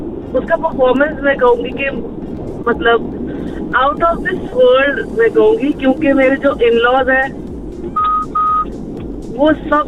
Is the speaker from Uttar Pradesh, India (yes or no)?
no; Chandigarh, India; मेरी शादी पिंड में हुई है, मैं चंडीगढ़ से हूँ, सारा पिंड ऐसा देख रहा था कि परविंदर का भाई आया है